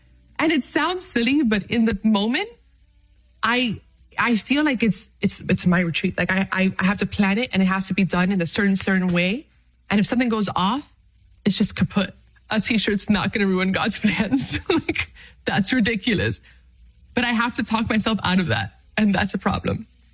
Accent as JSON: {"language": "English", "country": "Dominican Republic", "said": "for those of you who do not know, I'm Dominican from the Dominican Republic, but I'm also Arabic. And my grandfather was raised in Bethlehem, you know, where Jesus was born."}